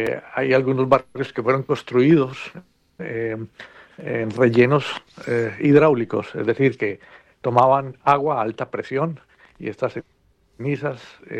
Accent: Manizales, Caldas, Colombia; yo debo además confesar que yo soy de Manizales y me crié alrededor de este tipo de fenómenos.

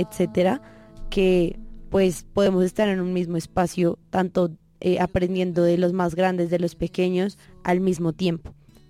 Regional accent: Colombia

